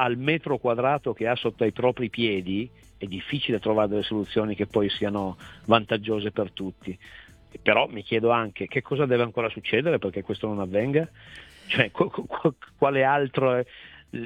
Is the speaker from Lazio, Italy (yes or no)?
no; Turin, Piedmont, Italy; te lo dico da torinese perché l'ho vissuta in altri contesti